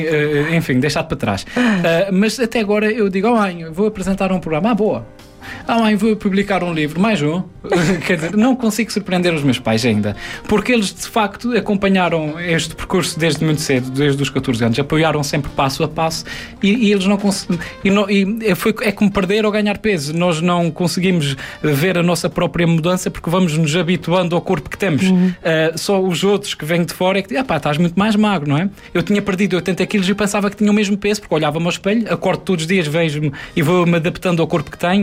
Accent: Azores, Portugal; eu vim dos Açores também, de certa forma, atrás da minha inspiração.

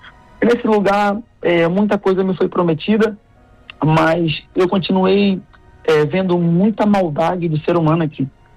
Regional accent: Brazil; moved away; eu vim do Brasil para poder ajudar minha família

